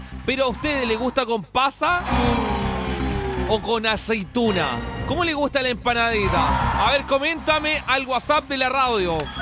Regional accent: Valdivia, Los Ríos, Chile; Yo estaba revisando, porque yo soy de Valdivia

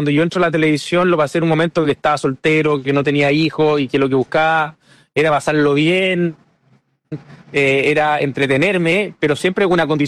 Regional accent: Puerto Montt, Los Lagos, Chile; moved away as an adult; also born or lived in Santiago / London / Madrid; Puerto Montt, tratando de devolverle todo eso que ya me había entregado en mi ciudad natal, donde pasé mi niñez, donde tenía muy lindos recuerdos

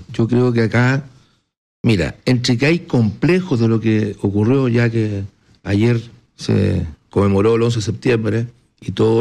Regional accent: Chile; nos hicieron fuertes como nación chilena

